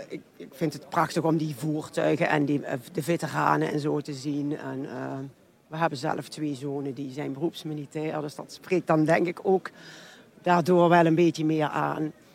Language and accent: Dutch; Limburg, Netherlands; En hier leeft het denk ik zoveel meer, denk ik, als bij ons in Limburg.